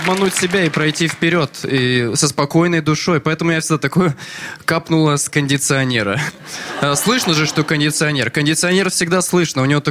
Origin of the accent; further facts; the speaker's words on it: Yekaterinburg, Sverdlovsk Oblast, Russia; Я из Екатеринбурга, и, знаете, я очень люблю свой город.